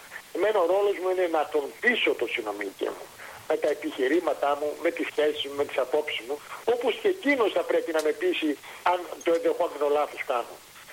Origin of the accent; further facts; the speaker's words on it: Greece; Έχω την αίσθηση σαν Έλληνας